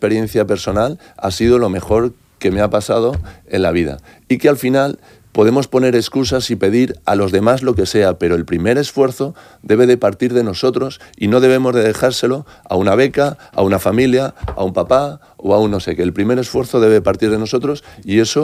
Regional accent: Valladolid, Castile and León, Spain; now in Murcia, Spain; Soy de Valladolid

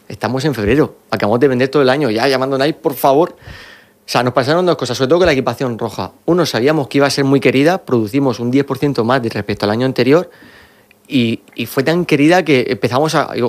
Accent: Region of Murcia, Spain; Yo tengo que darle visibilidad a cosas de mi tierra. Tengo que darle visibilidad a artistas de mi tierra.

